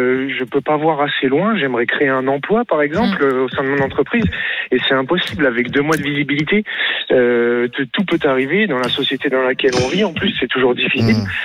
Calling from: Nouvelle-Aquitaine, France

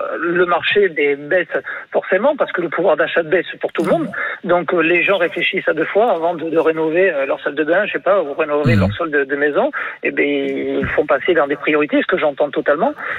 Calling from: Bordeaux, Nouvelle-Aquitaine, France; nous on a beaucoup de famille en Espagne, donc moi je suis sur Bordeaux

